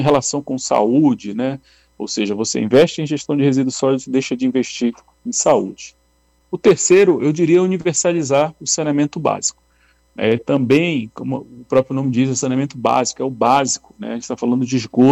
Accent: Amazon, Brazil; enquanto amazônida, enquanto morador da Amazônia

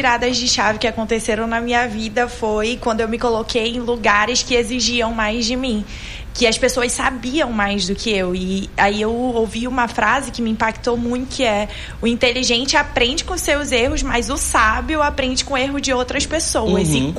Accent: Manaus, Amazonas, Brazil; born there; Eu estudei em escola pública e vim da Zona Leste.

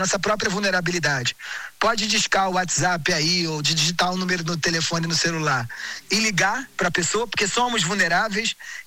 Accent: Rio de Janeiro, Brazil; E eu venho de uma cidade, né? Eu sou carioca. Eu venho de uma cidade onde os amigos são compartimentados, assim.

